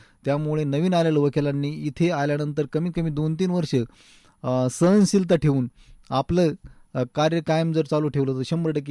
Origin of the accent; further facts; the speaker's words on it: Maharashtra, India; मुळा आणि प्रवर, आमच्या गावापासून 5 किलोमीटर संगम आहे दोन्हीचा